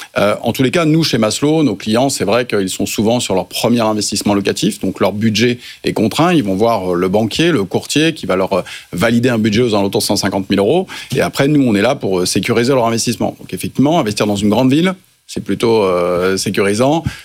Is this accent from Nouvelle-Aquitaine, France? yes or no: no; Caen, Normandy, France; Et Caen, que je connais bien, c'est ma ville natale, ma ville préférée, forcément.